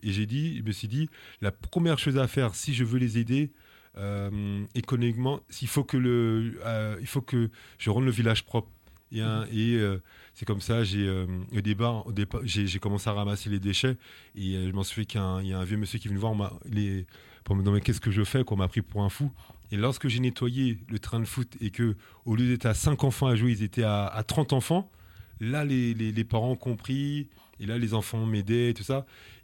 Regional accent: Paris, Île-de-France, France; now in Guadeloupe; Je suis ce qu'on appelle un négropolitain. Je suis né à Paris, j'ai grandi à Paris. Et moi, je suis retourné en Guadeloupe pour être expert comptable.

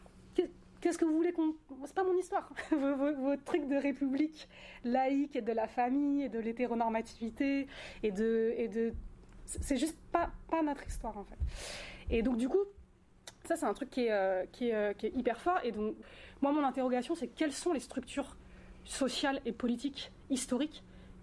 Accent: Brittany, France; moi je suis bretonne en plus, et c'est vraiment une identité pareil que je revendique, parce que j'ai grandi là-dedans, j'ai la moitié de ma famille qui ont été à Diwan, qui parlent breton

